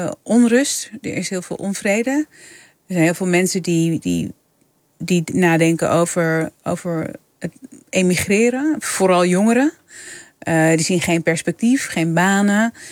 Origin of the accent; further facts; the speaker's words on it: Leeuwarden, Friesland, Netherlands; moved away; also born or lived in Turkey; ik ben opgegroeid in Friesland. Eerst in een dorpje vlakbij Leeuwarden en daarna in Leeuwarden. Mijn moeder is Fries, dus ik ben wel opgegroeid met Fries om me heen. Ja. Ik heb het nooit echt gesproken in de zin van dat het mijn dagelijkse, dat het mijn taal was.